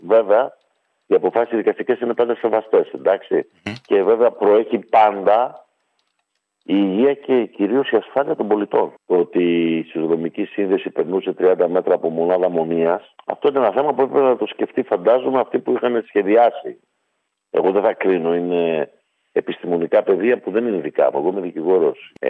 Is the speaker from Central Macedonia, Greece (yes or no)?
no; Nea Karvali, East Macedonia and Thrace, Greece; έξω από την Αγκαρμπάλη, το χωριό μου